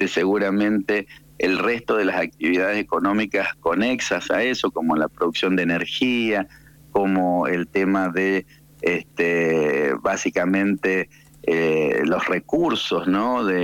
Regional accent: Jáchal, San Juan, Argentina; soy de Hachal

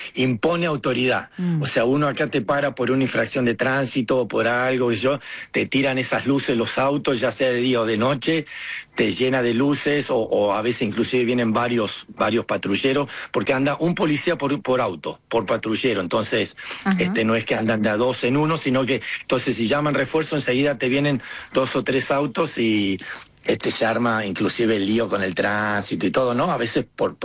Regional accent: Argentina; moved away; Así que nosotros como argentinos, que es lejos de nuestra tierra

